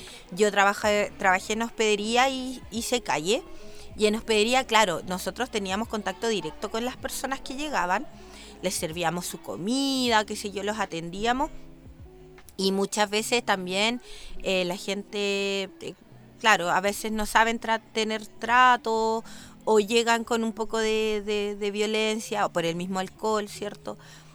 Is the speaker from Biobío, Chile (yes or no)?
yes; Concepción, Biobío, Chile; Yo fui voluntaria del Hogar de Cristo en mi ciudad natal, que es Concepción